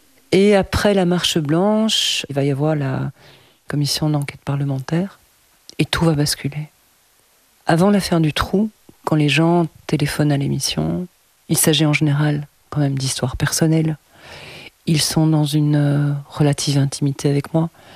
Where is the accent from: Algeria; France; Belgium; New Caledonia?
Belgium; chez nous en Belgique